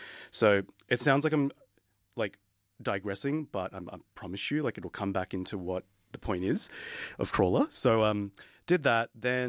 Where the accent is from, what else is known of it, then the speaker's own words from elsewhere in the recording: Western Sydney, New South Wales, Australia; moved away as an adult; also born or lived in Berlin; I'm from the West. Like, come on. Sorry, Shadow of the Blue Mountains. You know, birthplace